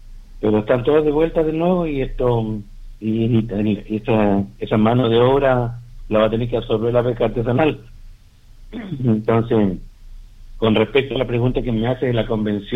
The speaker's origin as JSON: {"language": "Spanish", "town": "Ancud", "region": "Los Lagos", "country": "Chile", "tie": "born or raised there", "said": "yo soy nacido y criado en Chiloé, en Ancud"}